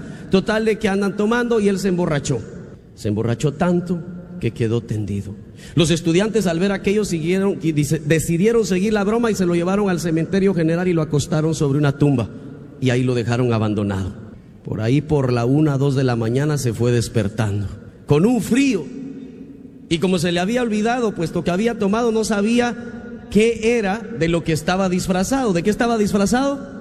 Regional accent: Guatemala; moved away; allá en Guatemala, de donde yo soy originario, la universidad en la que yo estudié se llama Universidad de San Carlos de Guatemala.

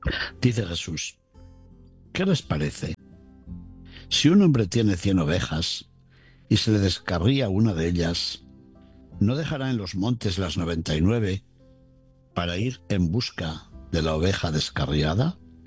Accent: Spain; Oré también por mi tierra, por España, porque está afectada por incendios tremendos, sí, que llegan también a lugares que me son muy queridos.

